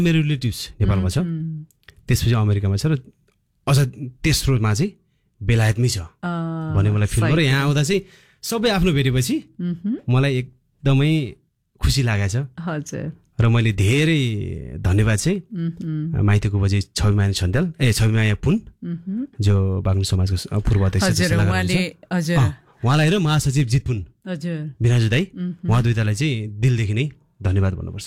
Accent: Baglung, Gandaki Province, Nepal; हाम्रो काठेखोला गाउँपालिका

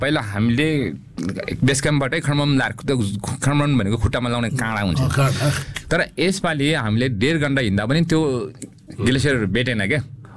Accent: Dolakha district, Bagmati, Nepal; तर 2006 भन्दा अगाडि म गाउँमा रलबालिङ गाउँमै बसेँ. मेरो गाउँ चाहिँ रलबालिङ गाउँ, 4200 पर्छ एल्टिट्युडमा, दोलखा जिल्लामा पर्छ, दोलखा जिल्लामा पर्छ.

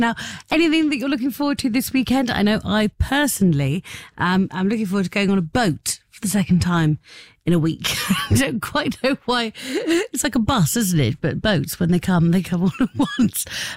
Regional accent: South West England, United Kingdom; I've actually driven boats before, because I don't know if I've said, but I grew up in Cornwall.

